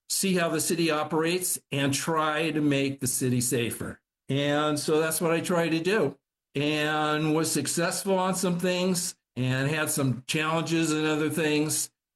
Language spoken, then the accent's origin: English; Beverly Hills, California, United States; I got to Beverly Hills, and I love working there because it's my hometown.